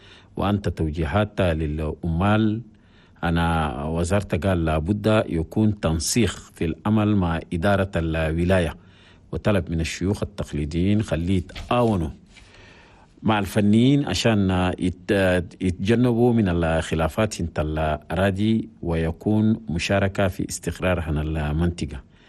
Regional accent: Chad

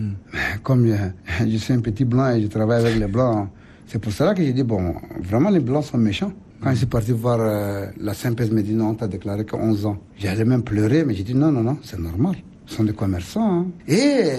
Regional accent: Chad; moi je suis un Tchadien

